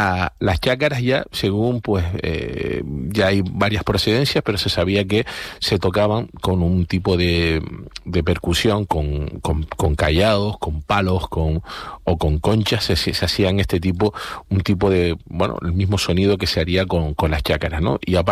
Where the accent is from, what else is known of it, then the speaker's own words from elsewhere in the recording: Canary Islands, Spain; nos lleva pues hacia lo más antiguo de nosotros, de los canarios.